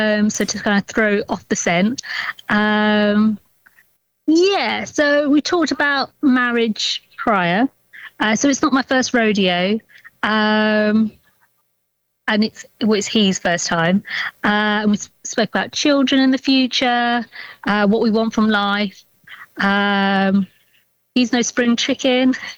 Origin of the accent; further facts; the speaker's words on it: South East England, United Kingdom; So I'm from Surrey.